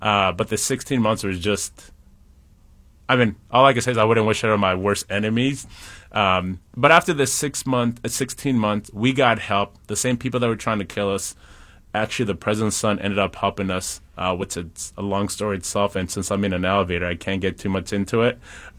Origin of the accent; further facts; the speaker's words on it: Mulenge, South Kivu, DR Congo; born there; English is a second language; I was born in Congo, in actually a small village called Mulenge. And then my parents moved to the city for a better opportunity